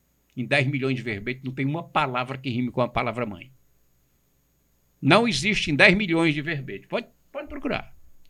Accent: Ceará, Brazil

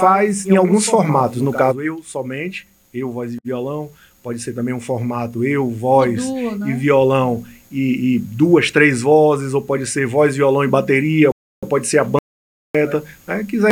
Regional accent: Salvador, Bahia, Brazil; now in Fortaleza, Brazil; fiz parte de banda lá em Salvador, que é a minha terra natal, sou natural de Salvador, Bahia, bairro Itapuã.

